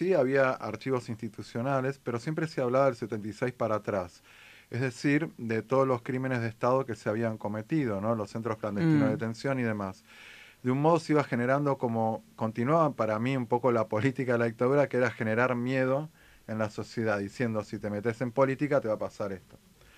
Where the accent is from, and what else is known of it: Argentina